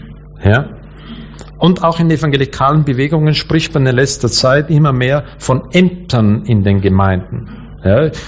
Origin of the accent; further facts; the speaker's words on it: Austria; Wie gesagt, ich komme aus Österreich.